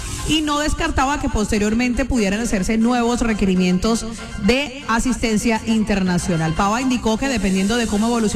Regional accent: Colombia; todos somos colombianos.

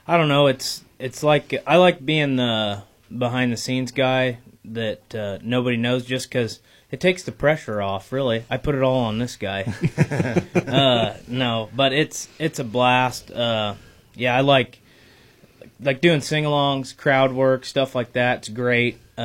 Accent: Leon, Iowa, United States; I'm from Leon. I'm the music director.

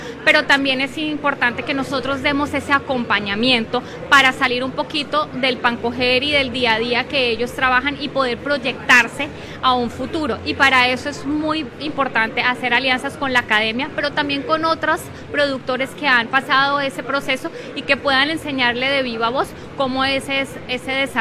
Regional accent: Cali, Valle del Cauca, Colombia; moved away as an adult; now in Montelíbano, Colombia; yo de Montelíbano no soy. Yo no soy oriunda de Montelíbano, yo soy oriunda de Cali y en el tema gastronómico tengo todavía el corazoncito caleño.

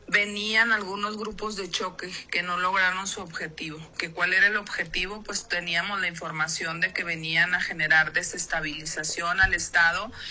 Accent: Chihuahua, Mexico; quiénes somos los chihuahuenses

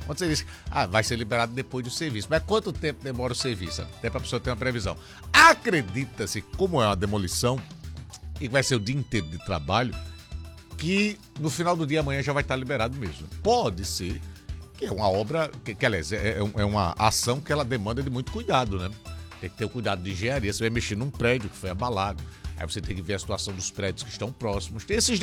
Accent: Alagoas, Brazil; Não sou maceioense de quatro costados, nasci e criado aqui em Alagoas

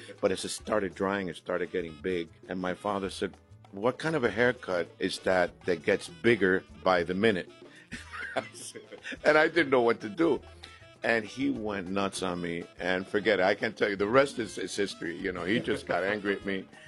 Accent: Bronx, New York, United States; Yeah, I grew up in the Bronx when I was a kid, and growing up there was really tough in my days.

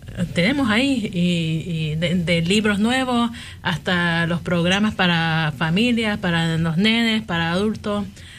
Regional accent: Miami, Florida, United States; accent: mixed; moved away as an adult; also born or lived in Chicago / Arizona; now in Madison, United States; Soy originalmente de Miami. Pero fui a la universidad en Chicago, trabajé en Arizona

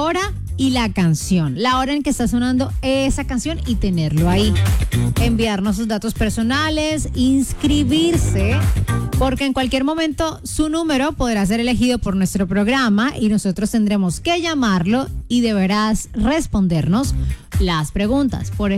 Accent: Colombia; nos une mucho como colombianos

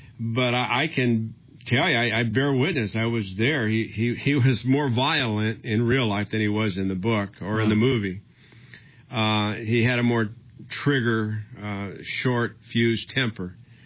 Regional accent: Los Angeles, California, United States; born there; I was born in East Los Angeles.

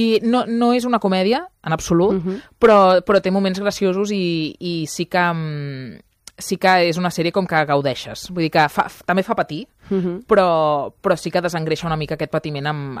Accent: Barcelona, Catalonia, Spain; jo sóc molt barcelonina

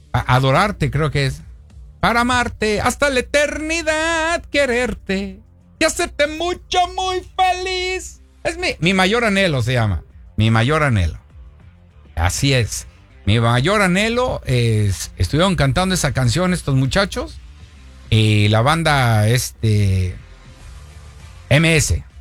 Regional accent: Mexico; Somos los mexicanos, la neta del planeta.

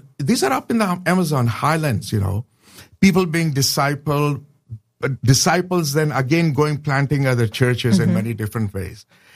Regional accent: Pakistan

